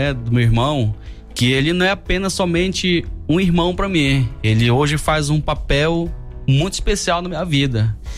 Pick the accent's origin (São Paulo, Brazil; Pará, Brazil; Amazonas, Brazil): Amazonas, Brazil; Manaus; moved away as an adult; now in Goiânia, Brazil; A nossa cidade de origem mesmo é Manaus, Amazonas.